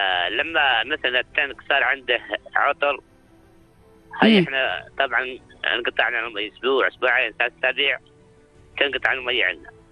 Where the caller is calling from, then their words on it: Muraygha district, Ma'an Governorate, Jordan; أنا بحكي معاكم من منطقة الثغرة قضاء أمرغة محافظة معان.